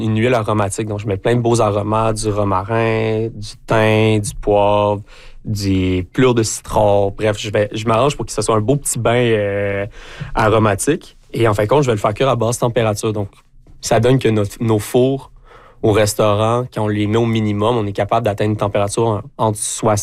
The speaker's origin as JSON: {"language": "French", "town": "Gatineau", "region": "Quebec", "country": "Canada", "said": "Moi, à la base, je suis de Gatineau"}